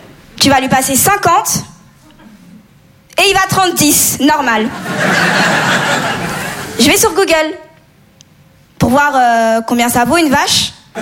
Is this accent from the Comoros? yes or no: yes; Comoros; also born or lived in Mauritania / Madagascar; Je suis comorienne mauresse malgache. C'est des îles dans l'océan Indien. Ce qui explique mon teint aussi.